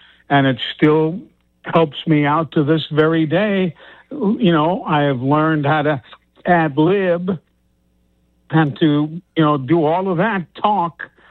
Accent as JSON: {"language": "English", "town": "New York City", "region": "New York", "country": "United States", "tie": "born or raised there", "moved": "yes", "said": "I grew up in New York City, as you know."}